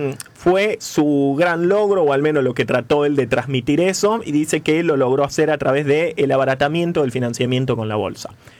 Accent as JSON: {"language": "Spanish", "town": "Rosario", "region": "Santa Fe", "country": "Argentina", "said": "la infraestructura que uno como rosarino realmente no la ve."}